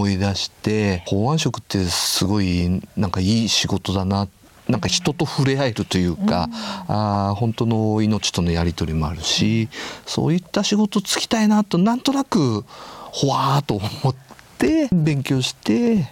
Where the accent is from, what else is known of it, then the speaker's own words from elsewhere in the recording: Bunkyo, Tokyo, Japan; 東京都の文京区になります